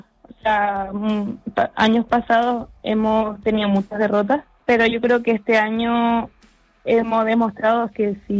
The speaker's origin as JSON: {"language": "Spanish", "town": "Tenerife", "region": "Canary Islands", "country": "Spain", "said": "Por ejemplo, yo soy de Tenerife"}